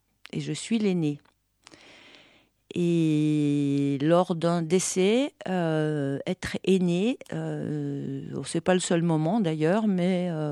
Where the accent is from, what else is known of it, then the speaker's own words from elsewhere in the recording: Valais, Switzerland; born there; Je suis née en Suisse. Pour situer la région, c'est la région qui se situe, le côté suisse de la vallée d'Abondance.